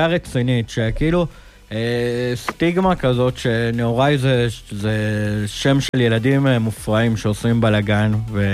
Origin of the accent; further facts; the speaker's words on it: Rekhasim, Haifa District, Israel; born there; נולדתי ברחסים.